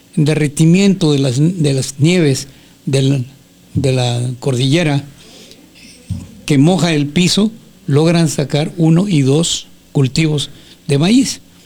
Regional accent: Mexico

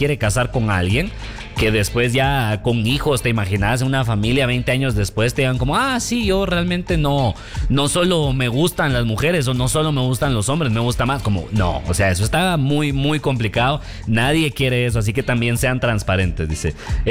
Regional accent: Guatemala; en un país como el nuestro

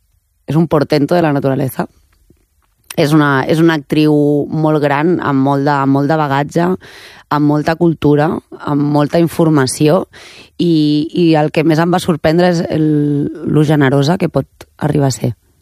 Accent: Barcelona, Catalonia, Spain; sóc barcelonina de tota la vida.

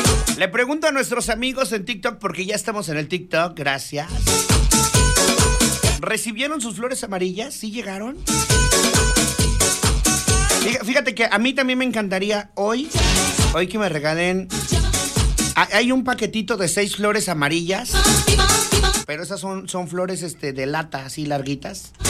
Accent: Mexico; si nosotros somos mexicanos

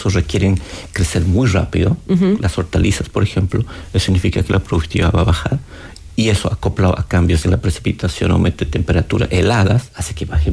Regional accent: Bolivia; moved away as an adult; now in Chile; Yo soy de Bolivia, llegué hace casi 20 años acá al doctorado de la Universidad Católica.

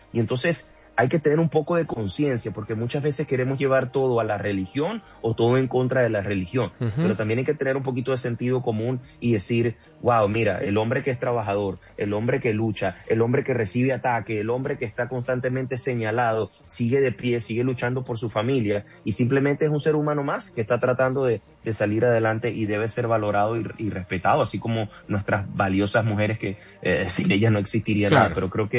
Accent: Venezuela; Yo soy venezolano, así que yo más que nadie entiende situaciones políticas

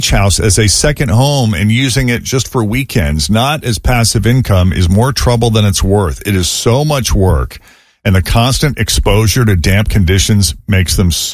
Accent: East Coast, United States; moved away; Even growing up on the East Coast, very little watercraft experience.

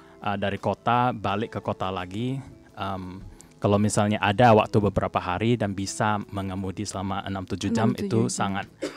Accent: North Sumatra, Indonesia; born or raised there; moved away

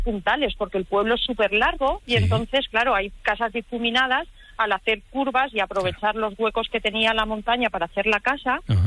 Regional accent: Castilla-La Mancha, Spain; now in Burjassot, Spain; Que es de Albacete, claro.

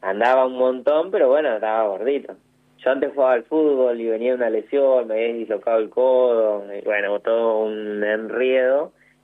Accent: Dolores, Buenos Aires Province, Argentina; Somos de Dolores, sí.

